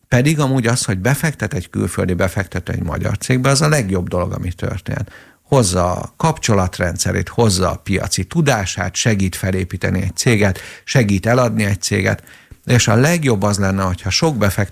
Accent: Hungary; magyarok vagyunk

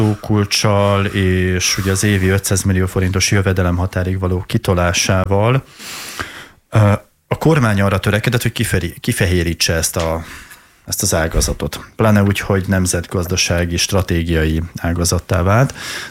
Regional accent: Tata, Komárom-Esztergom, Hungary; also born or lived in Budapest; Én egyébként tatai vagyok, és imádom a várost. Nekem ott jó. De Budapest is olyan, hogy én laktam a 16. kerületben, Mátyásföldön, hát az olyan, mintha vidéken élnél.

